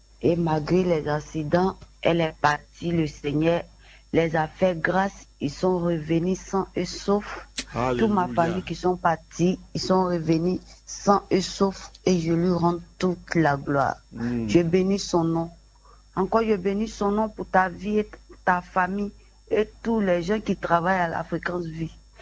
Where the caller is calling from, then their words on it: Abidjan, Côte d’Ivoire; de Deux Plateaux.